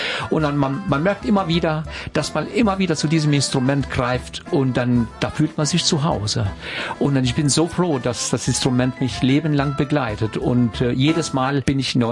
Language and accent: German; Albania; born or raised there; moved away